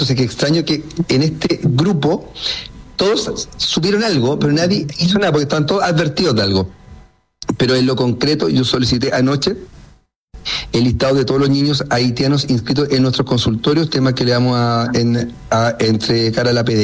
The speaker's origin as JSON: {"language": "Spanish", "town": "Punta Arenas", "region": "Magallanes", "country": "Chile", "said": "Obvio, si somos magallánicos, esto no es Santiago, que ahí están con 2 grados de temperatura, están llorando. Acá no, aquí aguantamos."}